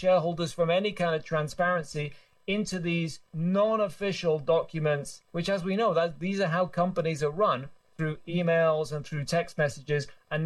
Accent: United Kingdom; As a Brit, you know, I'm kind of fed up of talking about Brexit, which just marked its 10-year anniversary.

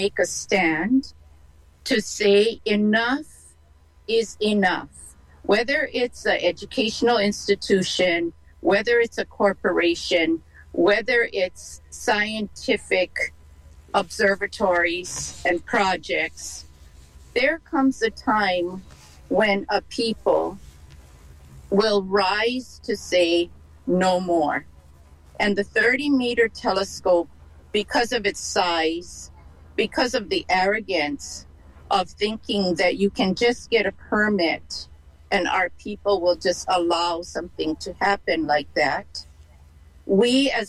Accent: Hawaii, United States; I'm from Moku o ke ave, Hawaii Island, and Mauna Kea is my sacred mountain.

